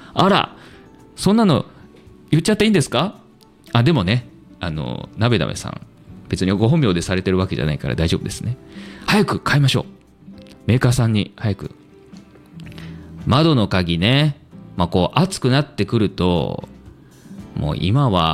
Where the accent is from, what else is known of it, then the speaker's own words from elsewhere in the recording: Hyogo, Japan; 私兵庫県出身なんですけれども